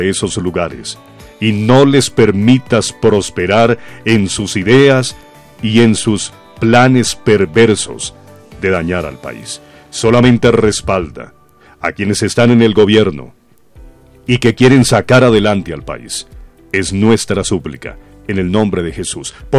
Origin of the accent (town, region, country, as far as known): Colombia